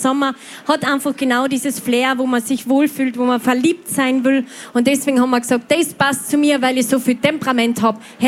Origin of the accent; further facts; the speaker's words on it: Ebene Reichenau, Carinthia, Austria; Ganz genau aus einem 2000 Seelen Einwohner Seelendorf in Ebene Reichenau.